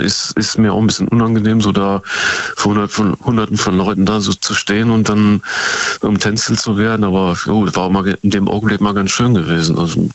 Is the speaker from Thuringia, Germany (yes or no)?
no; Osnabrück, Lower Saxony, Germany; Das war nur, wo ich in Osnabrück, meine Heimatstadt, gewohnt hatte, war mein Vater, der hat da noch gelebt.